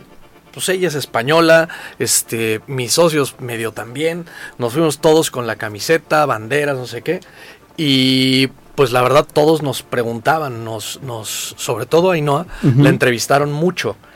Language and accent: Spanish; Colima, Mexico; ¿de dónde vienes? Yo, de Colima, ¿no?